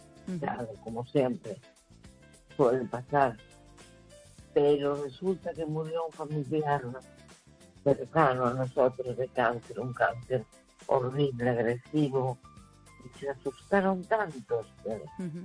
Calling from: A Coruña, Galicia, Spain; de La Coruña.

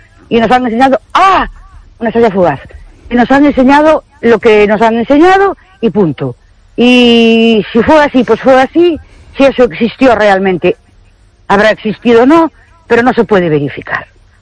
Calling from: Ourense, Galicia, Spain; Buenas noches, perdón … de Ourense.

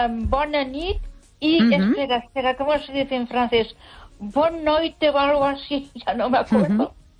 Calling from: Ponferrada, Castile and León, Spain; Buenas noches, Esther. … de Ponferrada.

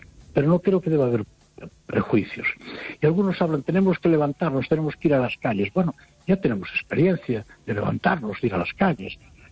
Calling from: Noia, Galicia, Spain

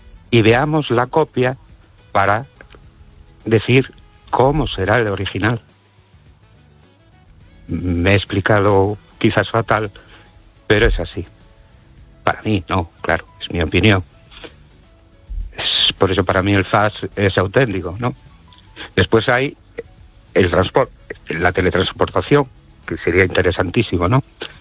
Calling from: Brens, Galicia, Spain

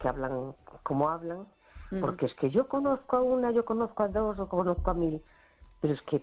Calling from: A Coruña, Galicia, Spain; de La Coruña.

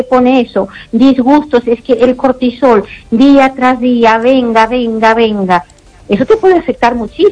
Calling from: Ourense, Galicia, Spain; Hola, bueno … aquí de Orense

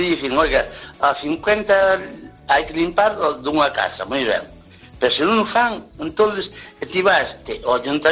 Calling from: Lugo, Galicia, Spain

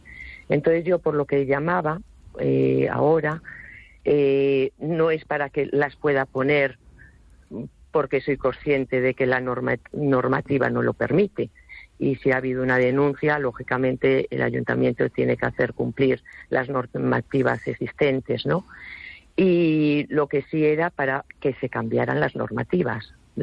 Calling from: A Coruña, Galicia, Spain; soy la propietaria del Rincón Verde de La Coruña

